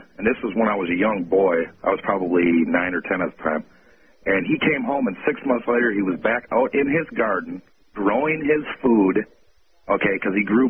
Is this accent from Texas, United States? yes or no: no; Michigan, United States; I'm from Michigan.